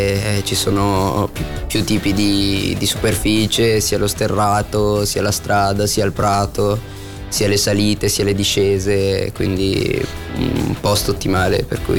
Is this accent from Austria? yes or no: no; Barbengo, Ticino, Switzerland; io sono di Barbengo, abito a Barbengo e sono qua vicino.